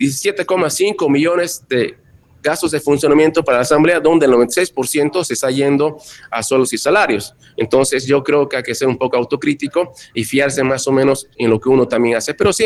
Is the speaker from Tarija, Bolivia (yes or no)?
yes; Tarija, Bolivia; Todos somos tarijeños